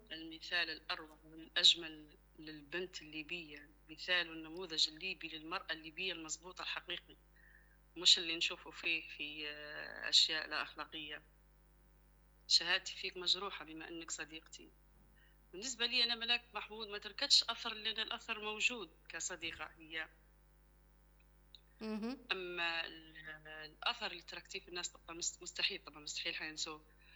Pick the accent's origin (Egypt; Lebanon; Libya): Libya; احنا كشعب ليبي،